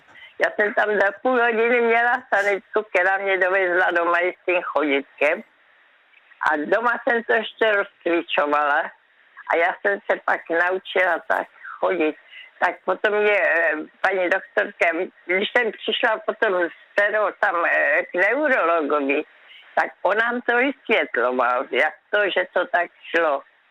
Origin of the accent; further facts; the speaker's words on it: Brno, South Moravian Region, Czechia; Víte, kde jsem vyrostla v Kamence? To je tam je kopec v Brně.